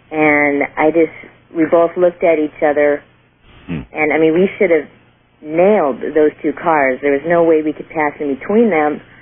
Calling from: Burbank, California, United States; I'm sorry, I'm calling from Burbank.

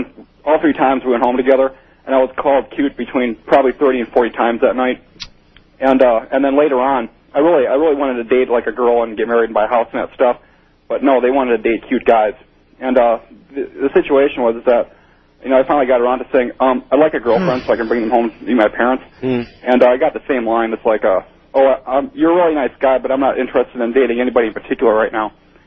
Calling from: Milwaukee, Wisconsin, United States; I'm calling from OWTMJ in Milwaukee, Wisconsin.

